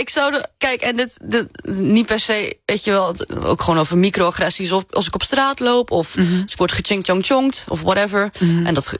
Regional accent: Zeeland, Netherlands; accent: Zeeuws; first language Zeeuws (Zeelandic); Dutch is a second language; moved away; Dit is mijn eerste taal. Het is plat Zeeuws.

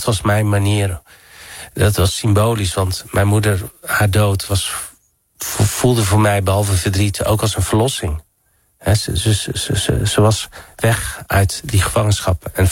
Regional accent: Dordrecht, South Holland, Netherlands; born there; Toen hadden we nog een bioscoop in Dordrecht.

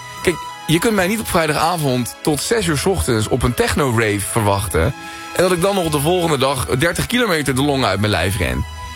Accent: Voorschoten, South Holland, Netherlands; Ik kom uit Leiden, uit Voorschoten

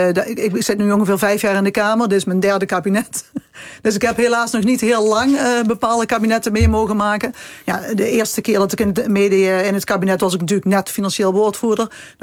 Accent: North Brabant, Netherlands; ik kom uit De Peel.

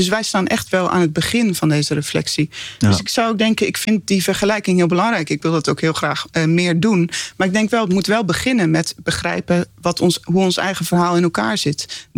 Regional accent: Netherlands; En wij zijn Nederlanders

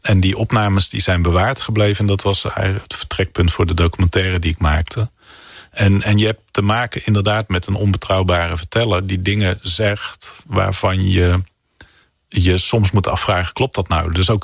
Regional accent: North Brabant, Netherlands

